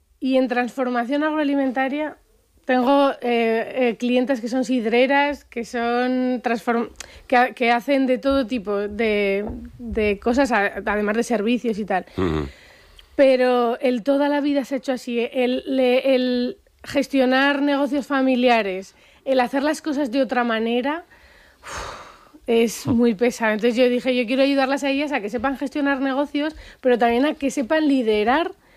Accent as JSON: {"language": "Spanish", "town": "Leciñena", "region": "Aragon", "country": "Spain", "tie": "born or raised there", "said": "Porque en mi pueblo a las chicas se les llama galán, galana."}